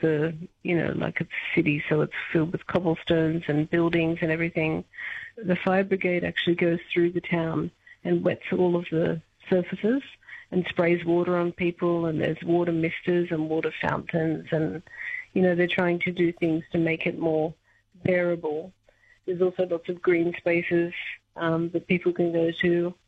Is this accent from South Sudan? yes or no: no; Australia; now in Czechia; And, you know, as an Australian, 41 isn't such a big deal for me